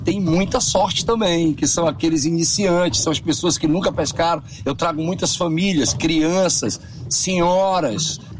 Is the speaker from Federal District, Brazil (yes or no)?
no; Amazonas, Brazil; Ó, eu comecei, eu sou amazonense, né?